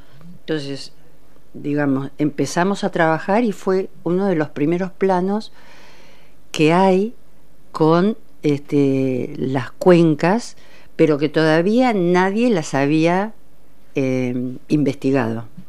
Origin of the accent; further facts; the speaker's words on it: Necochea, Buenos Aires Province, Argentina; moved away; y soy de Necochea